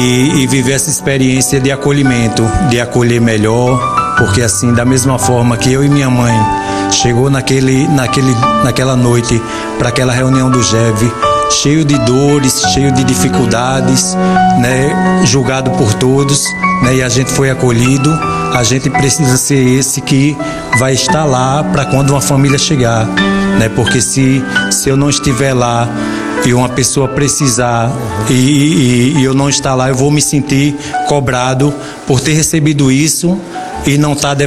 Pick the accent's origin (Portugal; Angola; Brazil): Brazil; Paraíba; Eu sou da Paraíba. Eu me recuperei na fazenda de Alhandra, próximo a João Pessoa.